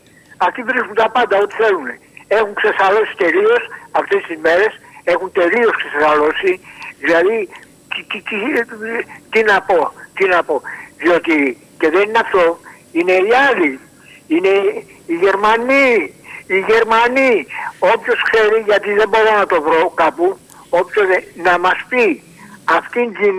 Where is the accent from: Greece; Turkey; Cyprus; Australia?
Turkey; Istanbul; είμαι από την Κωνσταντινούπολη, έχουν τραβήξει τα πάντα